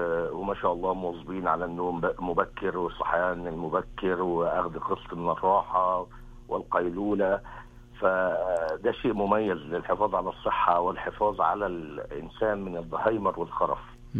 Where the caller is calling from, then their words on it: Riyadh, Riyadh Province, Saudi Arabia; أنا من الرياض.